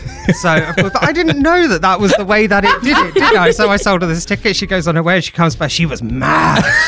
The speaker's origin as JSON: {"language": "English", "region": "South West England", "country": "United Kingdom", "said": "So I'm from Cornwall, as you'll know."}